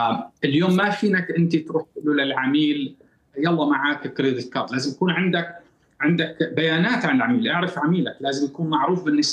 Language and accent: Arabic; Syria; فاذا نحن محتاجين اشياء من قبلنا نفسنا كسوريين